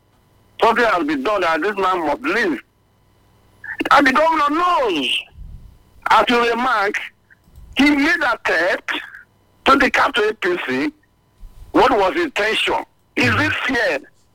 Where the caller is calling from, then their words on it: Benin City, Edo, Nigeria; calling from Benin.